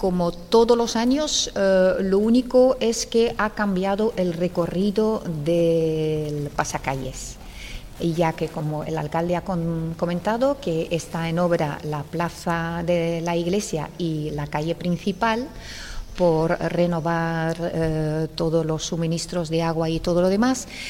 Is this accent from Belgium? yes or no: yes; Belgium; now in Granada, Spain; Digo, pues no me siento española. porque tengo la nacionalidad belga y al final donde uno haya nacido marca mucho también. Pero no me siento de fuera, me siento parte de aquí, me siento parte de la comunidad, me siento alfacina